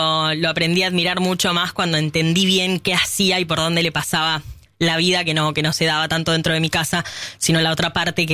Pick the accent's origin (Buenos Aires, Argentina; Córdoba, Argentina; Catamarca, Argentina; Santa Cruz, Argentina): Buenos Aires, Argentina; Tejedor; me quedé y me revinculó con Tejedor, que acá lo menciono mucho y los oyentes ya lo saben, que es mi pueblo. Me revinculó con el campo